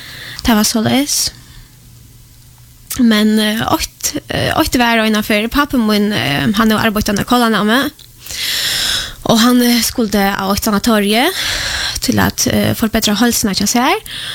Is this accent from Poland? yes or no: yes; Poland; now in Sweden; jag är född och uppvuxen I Polland och en äldre lärare byggt och jag är uppvuxen I en katolska familj